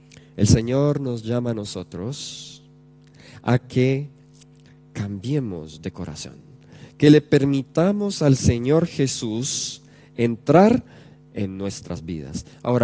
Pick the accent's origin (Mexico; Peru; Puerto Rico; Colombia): Colombia; yo soy de Colombia